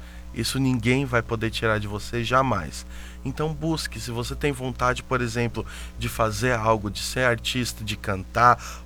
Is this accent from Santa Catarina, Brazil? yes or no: yes; Florianópolis, Santa Catarina, Brazil; born there; also born or lived in Pato Branco / Alagoas / Paraíba